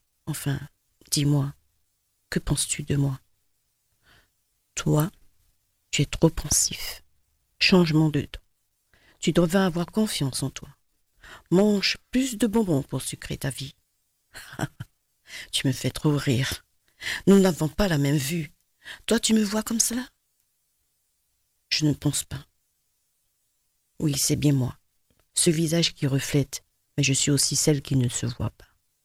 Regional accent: French Guiana; Un petit peu tout, puis beaucoup de zouk, puisque je suis guyanaise.

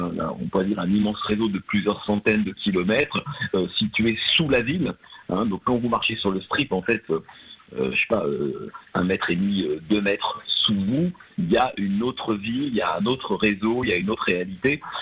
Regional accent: France

